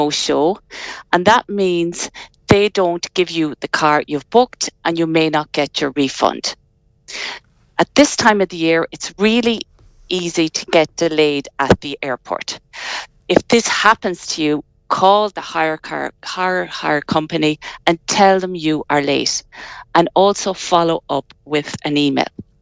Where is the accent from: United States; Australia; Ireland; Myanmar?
Ireland; Sligo, Connacht; Yeah, that's it. Born and bred in Sligo town